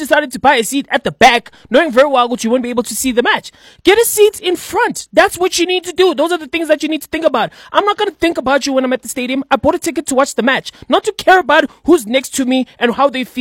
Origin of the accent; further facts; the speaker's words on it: South Africa; We are not Americans. We are South African.